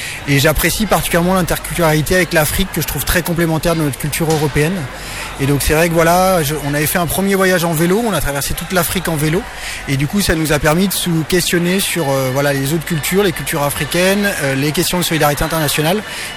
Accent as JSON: {"language": "French", "region": "Auvergne-Rhône-Alpes", "country": "France", "said": "on est très ancré nous chez nous en Savoie"}